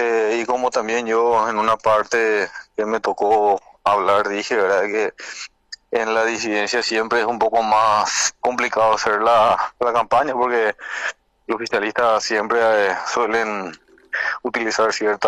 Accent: Carapeguá, Paraguarí, Paraguay

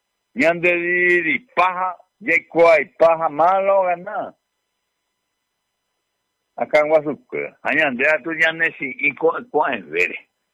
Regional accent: Paraguay; Hoy podemos decir, somos paraguayos

